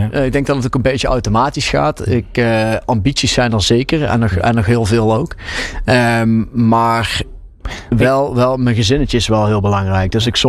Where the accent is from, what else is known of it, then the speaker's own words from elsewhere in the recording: Mierlo, North Brabant, Netherlands; En ik ben geboren getogen in Mierlo.